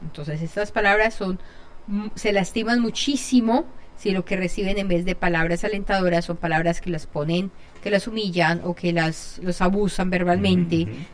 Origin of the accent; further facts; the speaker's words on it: Colombia; yo soy colombiana y por eso todo lo hablo en diminutivo. Hay gente que le disgusta mucho cuando uno habla así en diminutivo, pero es parte de como hablamos los colombianos.